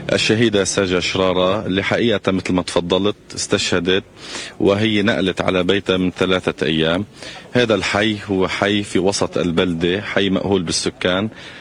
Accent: Arab Salim, Nabatieh Governorate, Lebanon; بلدتنا بتستضيف عدد كبير من النازحين

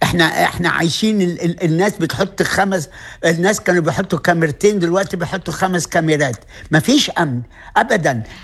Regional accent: Egypt; يعني زي الأمن المركزي احنا عندنا في مصر

